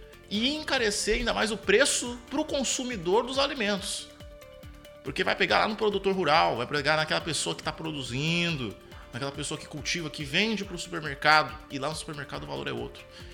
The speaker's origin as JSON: {"language": "Portuguese", "country": "Brazil", "said": "eu torço como brasileiro e como pessoa que acredita no seu país e na sua cidade, como no caso é Três Lagoas, como eu acredito na Três Lagoas que eu vivo há 28 anos"}